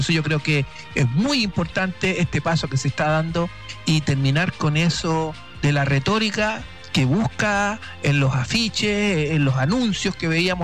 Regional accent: Chile; Nosotros como chilenos tenemos segundas generaciones de chilenos que viven acá

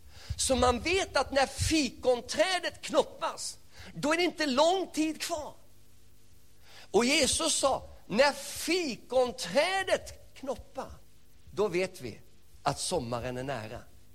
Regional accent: Småland, Sweden; now in Hälsingland, Sweden; jag kommer från Småland. Jag bor uppe i Hälsingland sedan början på 70-talet.

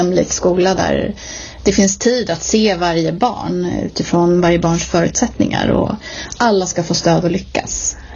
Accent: Älta, Stockholm County, Sweden; men jag är uppvuxen i Älta också, så att jag har bott i lite olika delar av Nacka.

